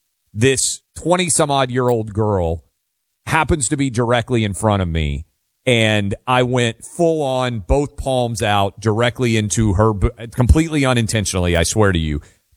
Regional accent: Tennessee, United States; She is going to be the next governor of my home state of Tennessee.

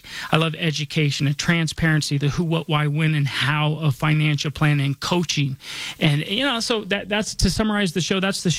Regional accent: Denver, Colorado, United States; born or raised there

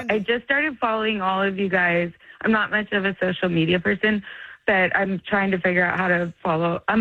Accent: Kerrville, Texas, United States; now in Taylor, United States; I'm in Taylor, Texas. So it's outside of Austin. I'm a small town girl. So I grew up actually in Kerrville, where the floods happened.

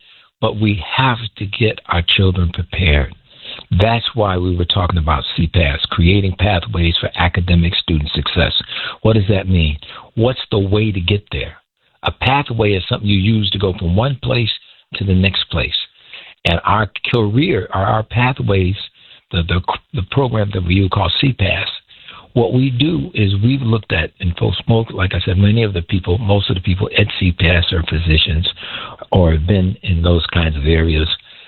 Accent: Inglewood, California, United States; I grew up as a kid growing up in Inglewood, and neither of my parents had a degree past high school.

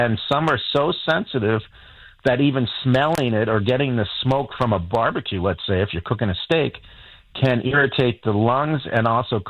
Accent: Washington, Maryland, United States; I grew up in the in Maryland, in the Washington, D.C. area.

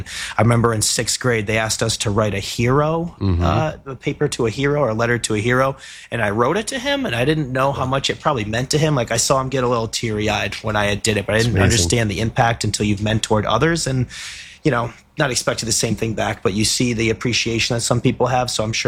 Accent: Westerly, Rhode Island, United States; I grew up in Wesley, Rhode Island. I grew up in a football family as well as a big football town.

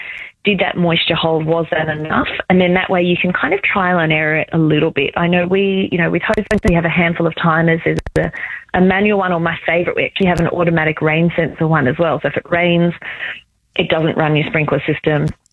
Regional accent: Australia; I am from Australia

